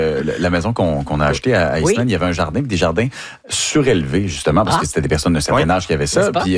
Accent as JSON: {"language": "French", "town": "Dolbeau-Mistassini", "region": "Quebec", "country": "Canada", "said": "moi, je viens de Dolbeau, Mistassini, Saguenay-Lac-Saint-Jean, du coup."}